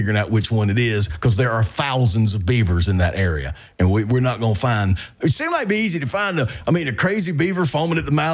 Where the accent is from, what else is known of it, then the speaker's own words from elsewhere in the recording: Mississippi, United States; we come from a place like Pancake and I grew up in Mississippi.